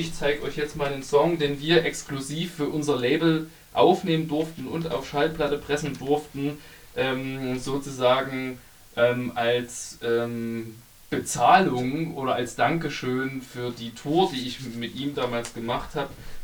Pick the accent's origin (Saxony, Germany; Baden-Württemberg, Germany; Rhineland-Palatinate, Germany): Saxony, Germany; Plauen; Ich komme ursprünglich aus Plauen. Das ist im Vogtland.